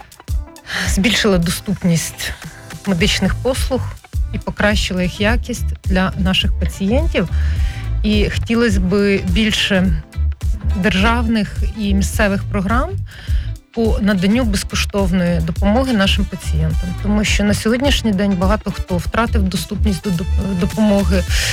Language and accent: Ukrainian; Vinnytsia, Vinnytsia Oblast, Ukraine; Це, я казала, рідні будівлі і вулиці. І це місце, де ти народився і виріс, і тому, як би доля не склалася, Вінницю завжди буде тягнути, і вона буде викликати позитивні емоції, тому що це найкраще місто на землі.